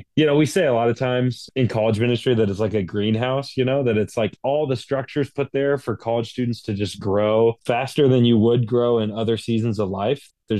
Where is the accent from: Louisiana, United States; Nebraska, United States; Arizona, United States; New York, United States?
Nebraska, United States; Lincoln; I grew up in Lincoln and bounced around to maybe a couple different churches.